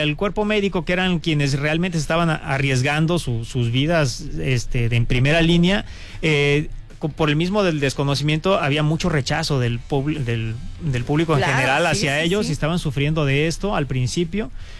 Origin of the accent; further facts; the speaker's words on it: Coyuquilla Norte, Guerrero, Mexico; mi pueblo, Coyuquilla Norte, un pueblo hermosísimo en la Costa Grande, aquí del estado de Guerrero, perteneciente al municipio de Petotlán